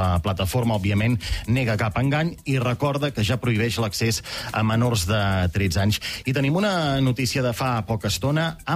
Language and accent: Catalan; Vic, Catalonia, Spain; Jo sóc de Vic